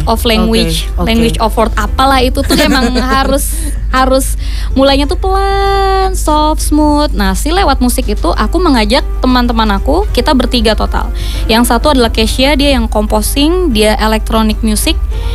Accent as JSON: {"language": "Indonesian", "town": "Tasikmalaya", "region": "West Java", "country": "Indonesia", "tie": "born or raised there", "also_born_or_lived": "Bandung", "said": "aku tuh sebenarnya Sunda banget karena aku gede di Tasikmalaya, di bawah Gunung Galunggung."}